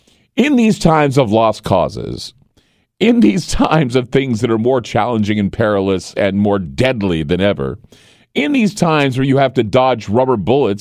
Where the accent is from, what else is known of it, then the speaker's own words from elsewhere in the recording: United States; we're American citizens, right?